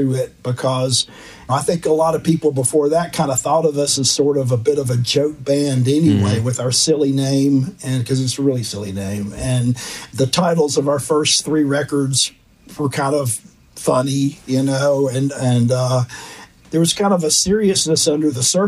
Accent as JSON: {"language": "English", "region": "Alabama", "country": "United States", "tie": "born or raised there", "said": "my home state is obviously, there's a lot of bad things you can say about Alabama, but there's also some really good things"}